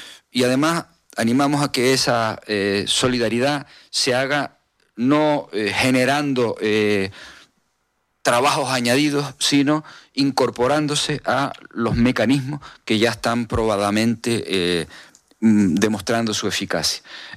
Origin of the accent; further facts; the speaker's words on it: Canary Islands, Spain; En una sociedad como la canaria, tan estrechamente vinculada con Venezuela, donde tenemos relaciones familiares directas con personas en el terreno